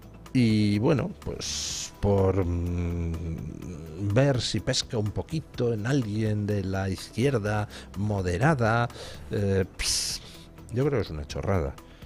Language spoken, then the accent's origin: Spanish; Spain; nosotros como españoles